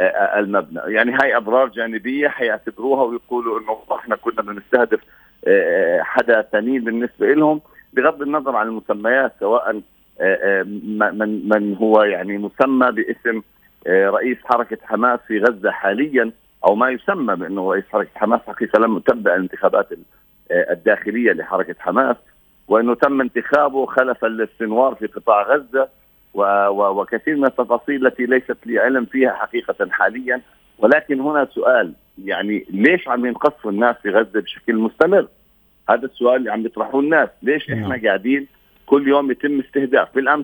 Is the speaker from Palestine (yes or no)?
yes; Palestine; نحن كفلسطينيين